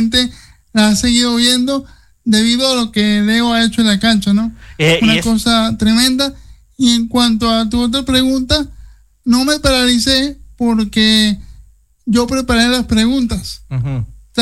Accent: Venezuela; moved away as an adult; now in United States; yo soy un venezolano orgulloso, agradecido de mi país, y pues tengo ya 10 años que lo dejé por situaciones, obviamente, de sociopolítica y todo lo demás, pero lo llevo en mi corazón siempre.

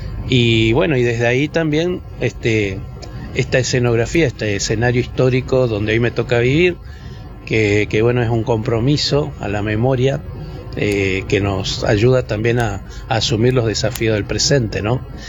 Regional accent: Itatí, Corrientes, Argentina; moved away as an adult; yo nací en Itatí.

